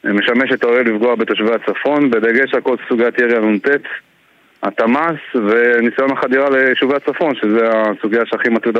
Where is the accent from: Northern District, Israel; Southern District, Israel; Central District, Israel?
Northern District, Israel; Kiryat Shmona; now in Kibbutz HaGoshrim, Israel; אני במקור מקריית שמונה, וגר בקיבוץ הגושרים.